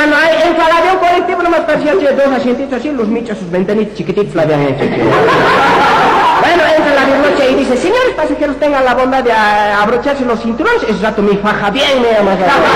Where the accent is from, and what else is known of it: Bolivia